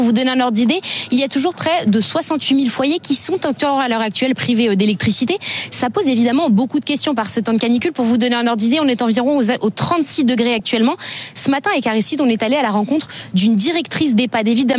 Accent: Brittany, France; now in Paris, France; mémoire de Bretonne

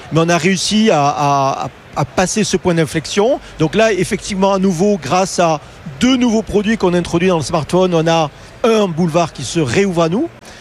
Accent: France; c'est pas parce que je suis français que je le dis

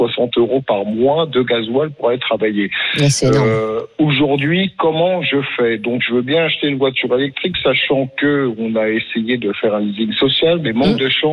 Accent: France; Voilà, moi je suis un petit Français, j'ai 53 ans

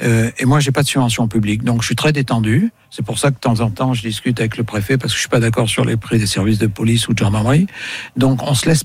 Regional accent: Auvergne-Rhône-Alpes, France; moi, je suis auvergnat

